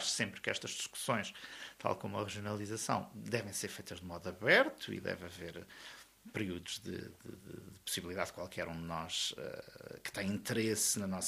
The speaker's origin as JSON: {"language": "Portuguese", "region": "Castelo Branco", "country": "Portugal", "said": "Foi um orgulho ter servido a minha aldeia, das minhas origens mesmo"}